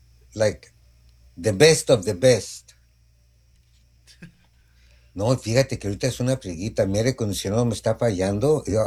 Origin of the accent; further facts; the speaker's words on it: Mexico; yo soy el típico mexicano, que dejo todo para mañana.